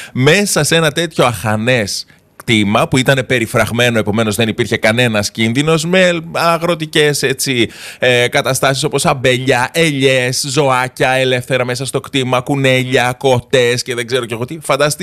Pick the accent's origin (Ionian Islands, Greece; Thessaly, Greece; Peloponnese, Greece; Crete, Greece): Crete, Greece; όταν ήμουν μικρός εδώ στην Κρήτη.